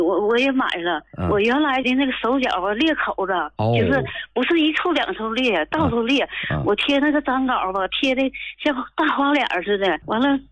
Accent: Shenyang, Liaoning, China; 哎，梁老师，我先跟您说说，我是沈阳的。

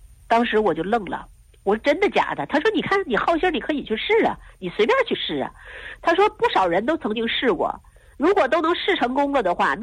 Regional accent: China; 因为我说我们老家那一块呢，它是属于长白山脉的那个野生山核桃的生长区域。

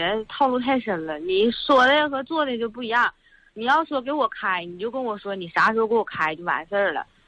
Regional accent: Jilin, China; moved away as an adult; now in Shenyang, China; 我老家是吉林的。

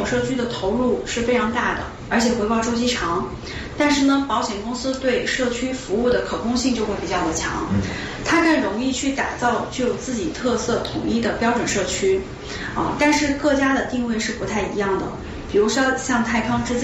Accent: Beijing, China; 咱们北京人

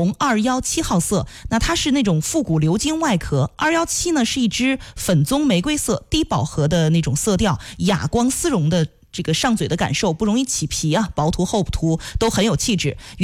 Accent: Xinxiang, Henan, China; 我们新乡也有这种，就是文化宫啊、少年宫这种地方

